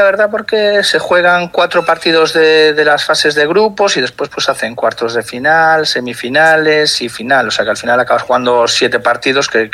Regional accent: Vigo, Galicia, Spain; somos casi todas de Vigo, yo incluido.

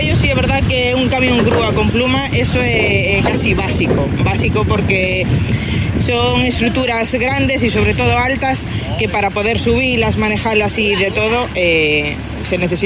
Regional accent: Xinzo de Limia, Galicia, Spain; Y somos de Pontarias, concretamente de Xinzo.

